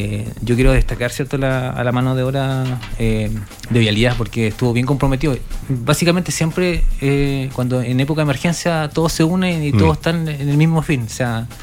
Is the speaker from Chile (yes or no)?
yes; Chile; nosotros como chilenos